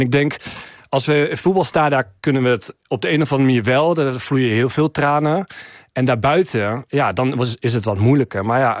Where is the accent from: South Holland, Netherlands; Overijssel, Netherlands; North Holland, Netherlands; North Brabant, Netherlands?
Overijssel, Netherlands; maar ik heb altijd gedacht dat ik te gevoelig was als Twentse man.